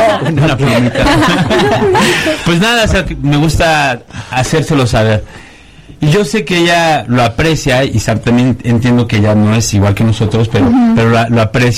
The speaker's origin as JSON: {"language": "Spanish", "country": "Mexico", "said": "como mexicanos nos gusta como todo el tiempo como que hacer mucho."}